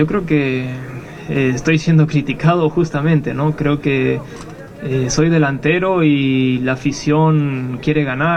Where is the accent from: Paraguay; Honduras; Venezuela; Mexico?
Mexico; A ver, somos mexicanos, somos familia, y yo quiero lo mejor para él.